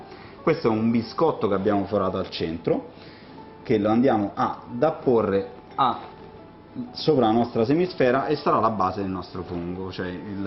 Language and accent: Italian; Umbria, Italy; now in Rome, Italy